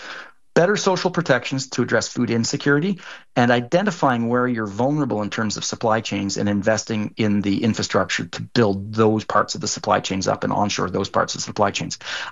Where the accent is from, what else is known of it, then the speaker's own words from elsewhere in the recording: Canada; I'm going to, you know, flex a little bit as a Canadian here, and I'm quite proud of measures that my federal government has taken